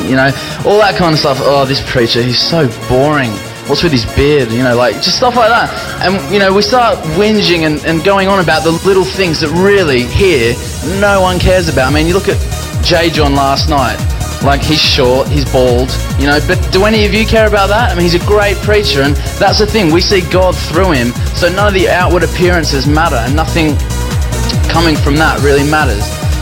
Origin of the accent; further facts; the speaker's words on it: Sydney, New South Wales, Australia; moved away; I'm from Australia, from Sydney